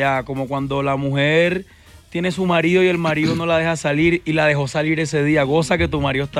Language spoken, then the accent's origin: Spanish; San Andrés, Providencia and Santa Catalina, Colombia; En San Andrés nosotros respetamos mucho el turismo porque vivimos de él.